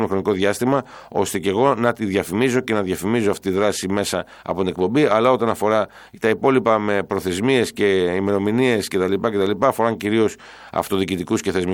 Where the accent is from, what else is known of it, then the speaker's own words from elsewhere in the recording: Kardamas, Western Greece, Greece; το χωριό μου που είναι το πατρικό μου.